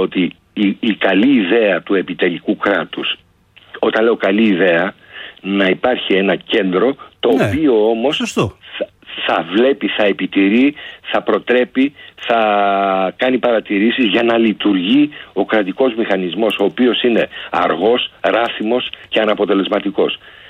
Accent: Western Greece, Greece; ένα νοσοκομείο στο Αγρίνιο, ένα στο Μεσολόγγι, που είναι διαφορά, λέω για την πατρίδα μου

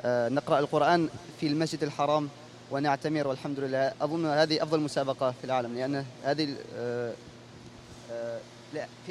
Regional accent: Moscow, Russia; born there; Arabic is a second language; ولدت في موسكو، ولكن أنا أصل من تتارستان.

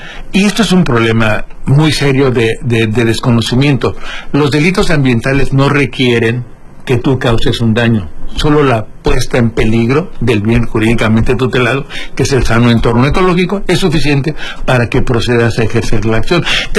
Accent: Baja California Sur, Mexico

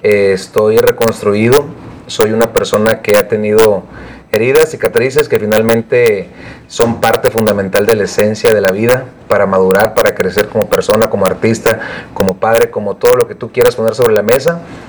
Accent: Mazatlán, Sinaloa, Mexico; yo vibraba desde muy pequeño la música sinaloense. Soy de Mazatlán

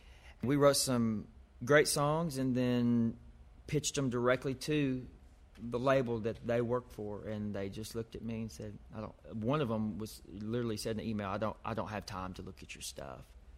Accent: Kentucky, United States; the way I grew up in Kentucky doing it

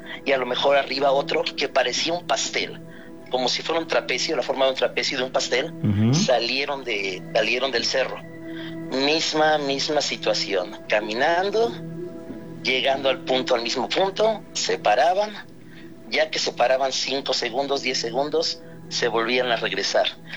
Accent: Atlixco, Puebla, Mexico; Yo soy de Puebla

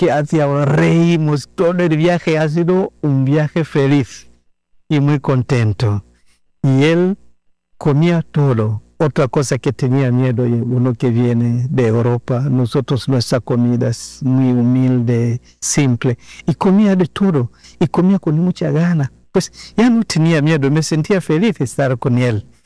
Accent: Tanzania; Spanish is a second language; Soy padre … soy de Tanzania.

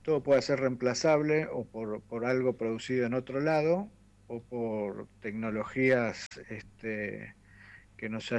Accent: Argentina

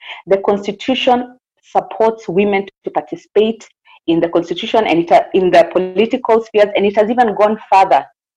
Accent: Kajiado County, Kenya; As people of the South Rift, let us calm down. I am from Kajiado County.

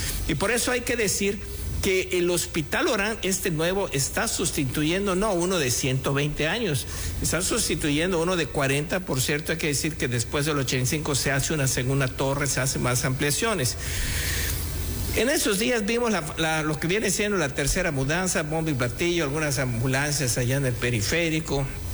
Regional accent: Mexico; así somos como mexicanos.

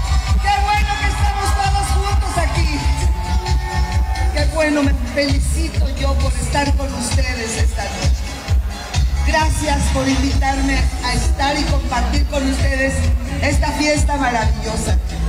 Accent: Mexico; la que se merecen ustedes, la que nos merecemos como mexicanos.

